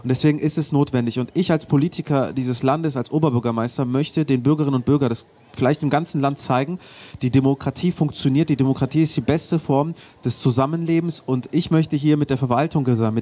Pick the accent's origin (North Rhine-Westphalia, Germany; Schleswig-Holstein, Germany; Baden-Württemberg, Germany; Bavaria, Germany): North Rhine-Westphalia, Germany; Aachen; born or raised there; moved away